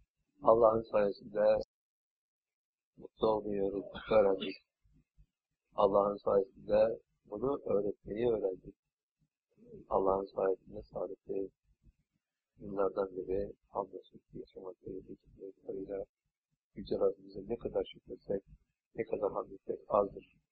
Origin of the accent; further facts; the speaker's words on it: İznik, Bursa, Turkey; born there; Bugün 64 yaşıma girmiş oluyor. 29 Kasım 1933 yılında Bursa'nın Yenişehir İznik ilçesinde doğdum. İşte o tarihten bu tarafa geçen 63 yılımızı bugün tamamlamış oldum. Ve 64 yaşımıza adım attık.